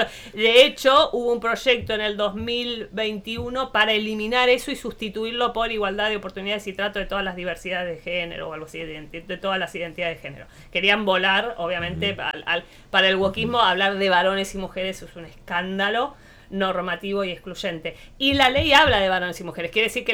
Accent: Luján, Buenos Aires Province, Argentina; moved away; yo vengo del conurbano bonaerense, prácticamente vengo del AMBA, de Luján, y que no es tan conurbano

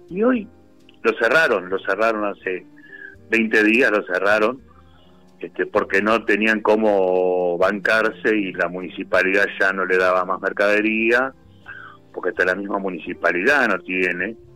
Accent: La Matanza, Buenos Aires Province, Argentina; yo soy bonaerense, soy de La Matanza

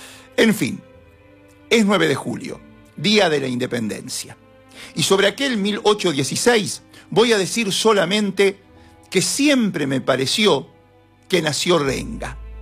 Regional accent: Argentina; le mostramos al mundo que somos argentinos

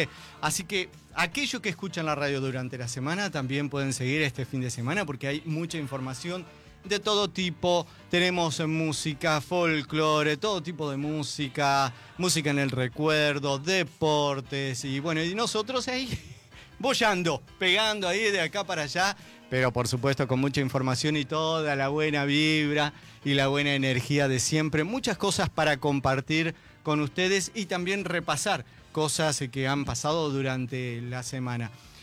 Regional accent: Paraná, Entre Ríos, Argentina; Y qué lindo para mí es ser paranaense. Me encanta mi ciudad.

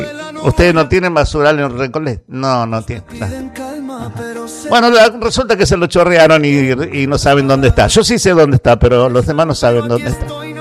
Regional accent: Bragado, Buenos Aires Province, Argentina; nosotros somos de acá de Bragado, provincia de Buenos Aires, República Argentina.

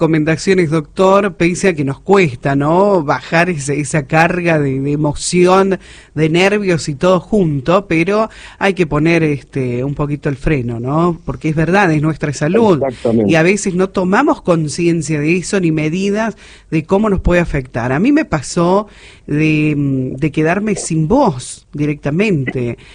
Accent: Argentina; como pasionales que somos, argentinos, futboleros y demás

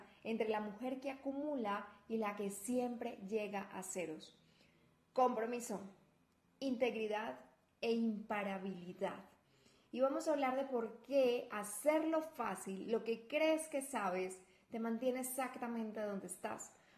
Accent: Colombia; now in Guadalajara, Mexico; soy colombiana viviendo en Guadalajara, México.

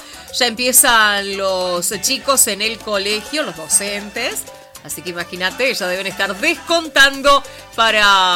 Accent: Argentina; los que llevamos la peor parte somos los argentinos.

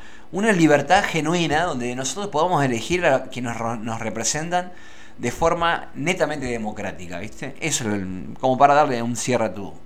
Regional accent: Argentina; como ciudadano argentino me llena de esperanza

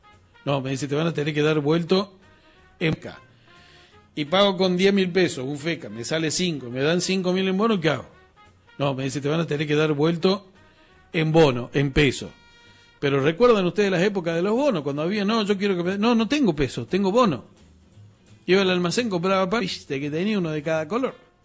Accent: Argentina; nuestro peso argentino es el que tiene curso legal.

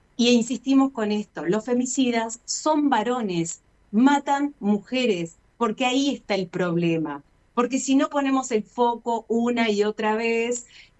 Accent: Quilmes, Buenos Aires Province, Argentina; nosotros que somos de Quilmes

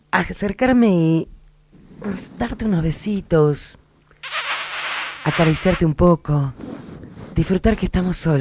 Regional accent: Río Negro, Argentina; Río Negro, somos de Río Negro.

